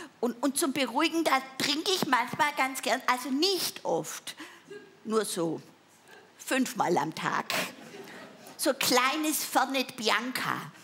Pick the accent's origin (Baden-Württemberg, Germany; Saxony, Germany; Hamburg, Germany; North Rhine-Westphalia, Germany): Baden-Württemberg, Germany; Das kannte ich als Schwabe noch gar nicht, Urlaub machen.